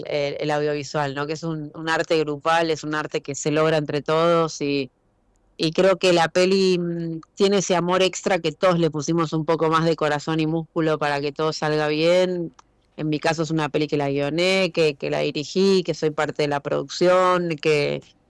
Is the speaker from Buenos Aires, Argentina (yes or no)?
yes; Buenos Aires, Argentina; Soy porteña, pero tengo una casita en el Rincón